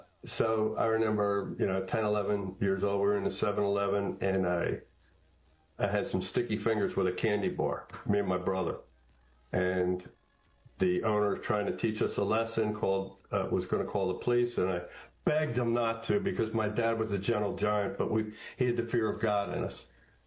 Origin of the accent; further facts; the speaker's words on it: Quakertown, Pennsylvania, United States; I'm from Quakertown. I'm one of 12, and I am number three in the pecking order.